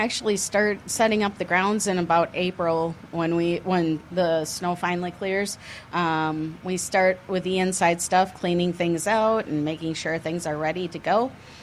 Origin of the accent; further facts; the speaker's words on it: Oshkosh, Wisconsin, United States; I am from Oshkosh, Wisconsin, born and raised here, about 5 minutes away from the airport my entire life.